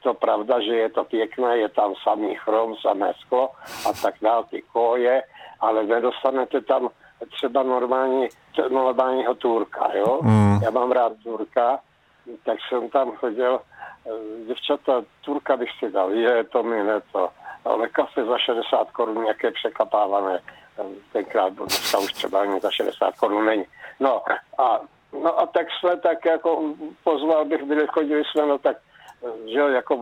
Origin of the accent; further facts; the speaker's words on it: South Moravian Region, Czechia; moved away as an adult; also born or lived in Pardubice; Protože pocházím tady z Moravy, a ne teda z Hodonína, ale od Hodonína, a v té době ze zemědělské rodiny